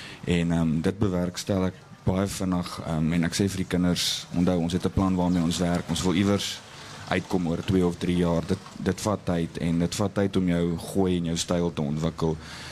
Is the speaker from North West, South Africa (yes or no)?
yes; Klerksdorp, North West, South Africa; also born or lived in Pretoria; ek is eindelijk gebore in Pretoria, maar ek is al baie langer in Klerksdorp as ek in Pretoria is. So ek sal myself 'n Klerksdorper definitief noem.